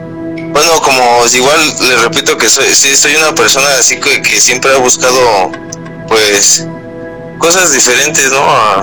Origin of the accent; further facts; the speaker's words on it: Mexico City, Mexico; Yo soy de la Ciudad de México, Iztapalapa.